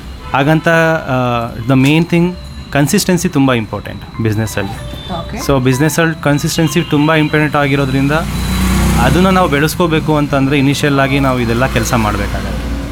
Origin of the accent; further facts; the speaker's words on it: Shivamogga, Karnataka, India; also born or lived in Bengaluru; ಹುಟ್ಟು ಬೆಳೆದಿದ್ದು ಶಿವಮೊಗ್ಗದಲ್ಲೇ ಆಗಿರೋದ್ರಿಂದ